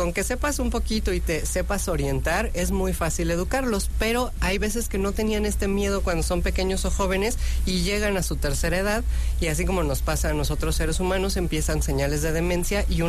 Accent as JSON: {"language": "Spanish", "country": "Mexico", "said": "Yo sé que somos flojos los mexicanos"}